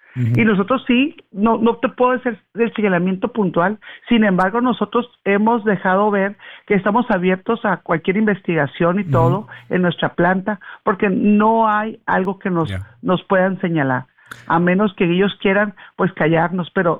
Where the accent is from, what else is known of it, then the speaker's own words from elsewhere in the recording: Sinaloa, Mexico; aquí está el resto de mi familia, aquí me enseñaron a mí a amar mi tierra.